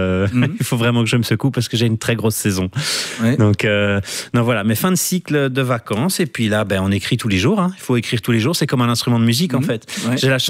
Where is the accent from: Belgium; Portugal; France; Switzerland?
Belgium; Brussels; Moi, je suis bruxellois